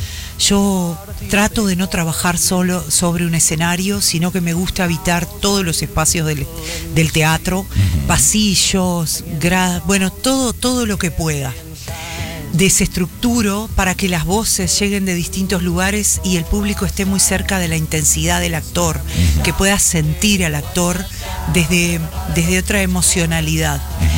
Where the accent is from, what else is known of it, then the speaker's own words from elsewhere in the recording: Rivera, Uruguay; also born or lived in Tacuarembó; Yo soy nacida en Tacuarembó, pero viví hasta los 6 años acá en Rivera.